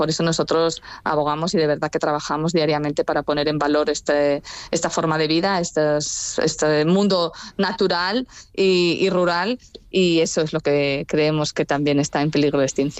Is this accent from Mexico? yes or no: no; Asturias, Spain; es una palabra que describe muy bien cómo somos los asturianos, ¿sabes?